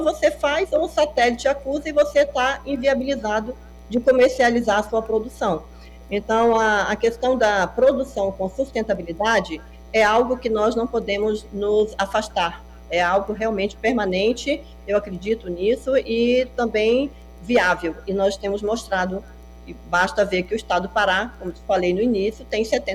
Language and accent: Portuguese; Pará, Brazil; Isso eu, enquanto brasileira, enquanto paraense, eu não posso aceitar, enquanto amazônida.